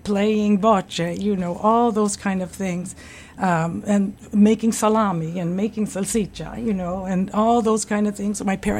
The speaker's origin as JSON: {"language": "English", "country": "Canada", "tie": "born there", "said": "I was born in Canada and I'm proud Canadian. However, my heart and soul is Italian."}